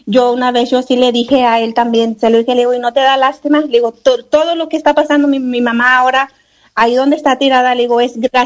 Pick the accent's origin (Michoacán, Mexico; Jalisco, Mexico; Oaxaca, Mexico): Michoacán, Mexico; Yo no sé si, yo soy del estado de Michoacán.